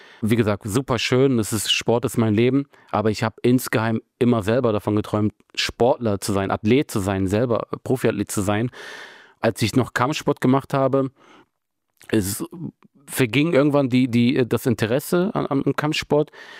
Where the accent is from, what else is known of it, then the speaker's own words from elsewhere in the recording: Bremen, Germany; Ich bin hier in Bremen aufgewachsen, war sowieso jeden Tag mit Fußballspielen beschäftigt